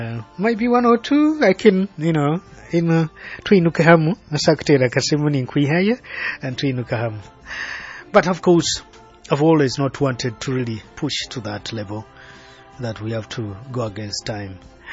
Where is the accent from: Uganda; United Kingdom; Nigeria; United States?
Uganda; Bugambi; from Bugambi.